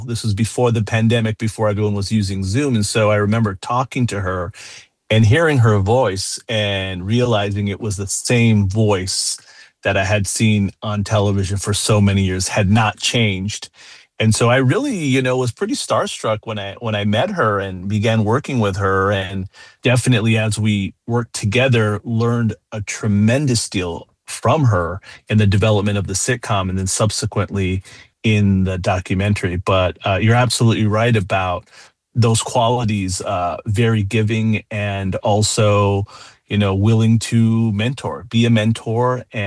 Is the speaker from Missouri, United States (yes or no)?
no; Mammoth, Arizona, United States; also born or lived in Tucson; I was born in Tucson. I was raised in Southern Arizona. I grew up in a little town called Mammoth, Arizona.